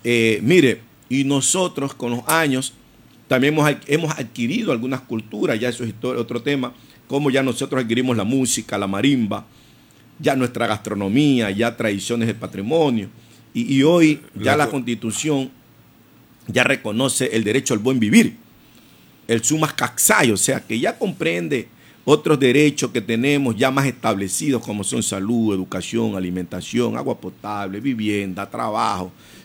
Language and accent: Spanish; Esmeraldas, Ecuador